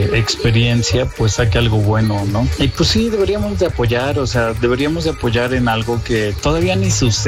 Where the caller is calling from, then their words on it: Mexico; Yo creo que sí deberíamos de ser más mexicanos para los mexicanos, ¿no?